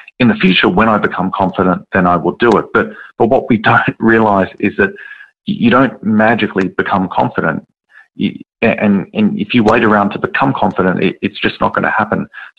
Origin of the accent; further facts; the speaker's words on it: Sydney, New South Wales, Australia; There's a woman, I'm from Sydney, there's a woman in Melbourne